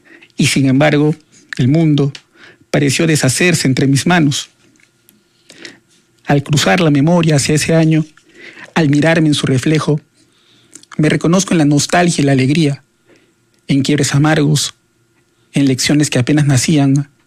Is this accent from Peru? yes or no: yes; Iquitos, Loreto, Peru; moved away as an adult; now in Lima, Peru; Yo soy de Iquitos, como bien usted sabe. Vine a Lima como migrante a buscar una vida nueva.